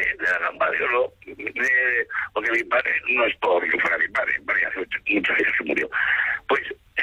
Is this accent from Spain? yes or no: yes; Gallur, Aragon, Spain; born or raised there